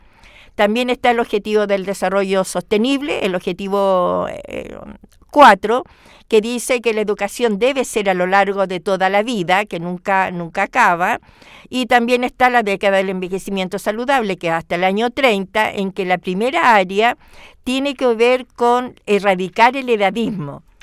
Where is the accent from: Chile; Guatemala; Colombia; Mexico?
Chile; Valparaíso; yo soy de Valparaíso y nosotros no andamos apurados en Valparaíso como andan los santiaguinos, que me costó entender cuando empecé a venir a Santiago a trabajar